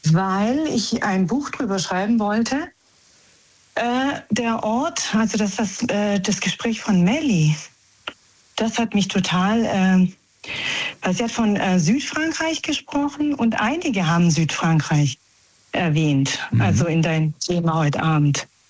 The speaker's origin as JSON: {"language": "German", "town": "Naples", "region": "Campania", "country": "Italy", "said": "Also wir sind Frankreich-Fan, aber wir sind eigentlich Italiener, also aus Neapel, wir stammen aus Neapel."}